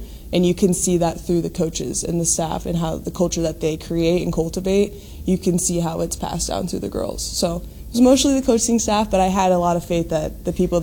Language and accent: English; Lincoln, Nebraska, United States; born there; also born or lived in Plattsmouth, Nebraska; I grew up in Lincoln and then moved to, it's actually called Plattsmouth, but no one knows what Plattsmouth is, so I just say Omaha.